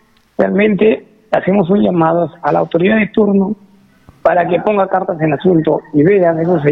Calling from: Peru; Soy viviente de arriba del Nuevo Paraíso.

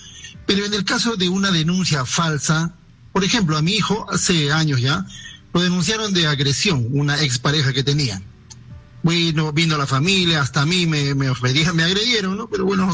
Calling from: Tacna, Peru; Me llamo desde Tacna.

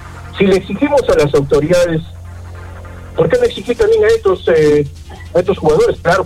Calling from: Arequipa, Peru; es el aniversario de nuestra ciudad

